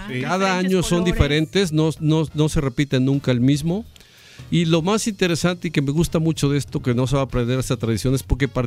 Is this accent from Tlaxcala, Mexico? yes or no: no; Xico, Veracruz, Mexico; born there; Hoy sí vamos a hablar de mi pueblo, porque todo el año hablamos de otros lugares, menos de mi pueblo, y los jiqueños siempre, oye, ¿por qué nunca hablas de Jico?